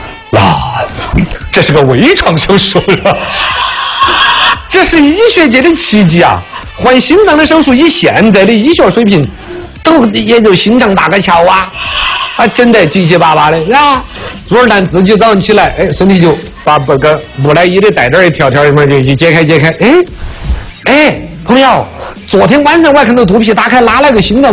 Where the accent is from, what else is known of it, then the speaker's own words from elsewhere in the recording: Sichuan, China; 我们四川人